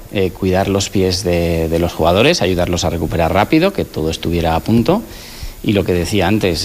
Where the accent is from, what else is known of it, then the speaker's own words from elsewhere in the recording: Huesca, Aragon, Spain; Pues un orgullo, y nosotros somos muy de Huesca